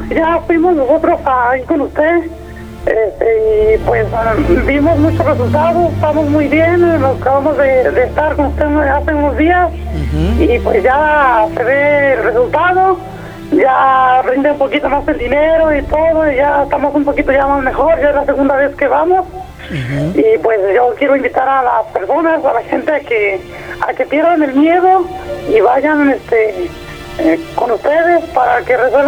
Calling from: Tlajomulco de Zúñiga, Jalisco, Mexico; De Tlajomulco de Zúñiga

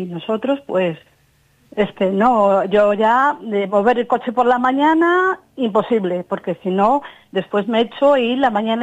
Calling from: Pontevedra, Galicia, Spain; Yo os llamo de Pontevedra, de la avenida Conde de Bugallal.

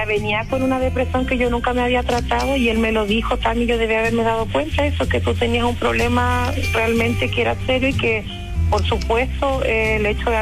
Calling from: Puerto Varas, Los Lagos, Chile; aquí yo soy de Puerto Vara

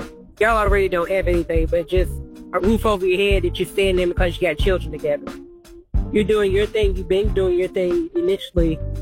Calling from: Rocky Mount, North Carolina, United States; I'm calling from Rocky Mountain, North Carolina.

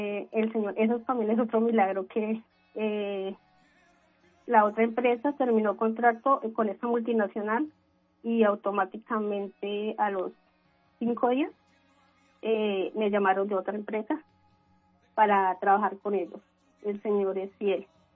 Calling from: Bogotá, Colombia; En Bogotá, contigo.

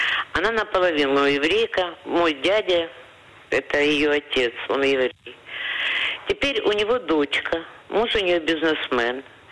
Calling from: Ashdod, Southern District, Israel; Я из Ашдода.

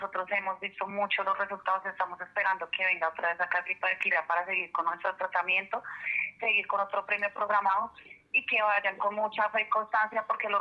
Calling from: La Palma, Cundinamarca, Colombia; De La Palma, Cundinamarca

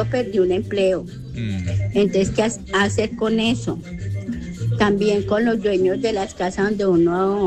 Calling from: Pereira, Risaralda, Colombia; Yo vivo en Samaria.

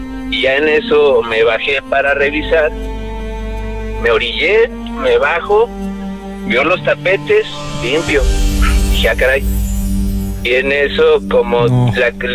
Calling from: Guadalajara, Jalisco, Mexico; De Guanatos.

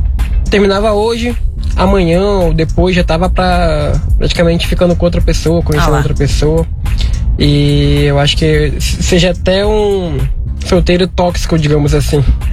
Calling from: Manaus, Amazonas, Brazil; sou aqui de Manaus.

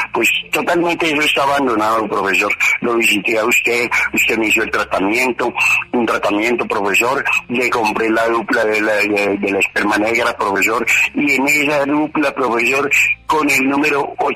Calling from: La Mesa, Cundinamarca, Colombia; lo llamo de aquí, de la Mesa Cundinamarca, de una vereda

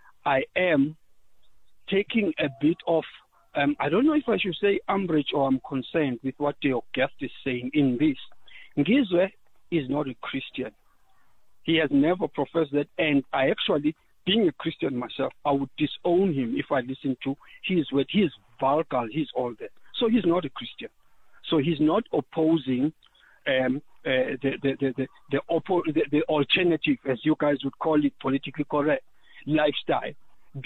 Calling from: South Africa; And as a South African, I can't say they can't do that because our constitution allows them.

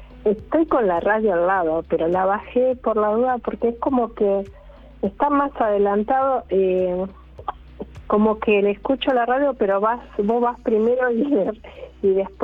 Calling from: Mar del Plata, Buenos Aires Province, Argentina; De Mar del Plata

